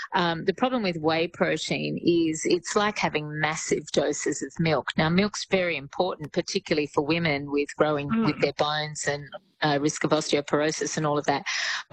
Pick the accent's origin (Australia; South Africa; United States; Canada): Australia; New South Wales; I'm from the Central Coast, Gary, so I understand what you're saying.